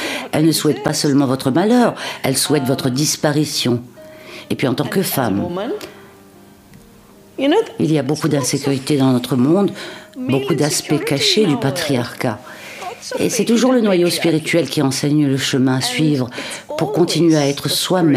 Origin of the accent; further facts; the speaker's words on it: Dehradun, Uttarakhand, India; J'ai grandi à Dehradun, qui est proche de Rishikesh, et donc de Swami Shivananda.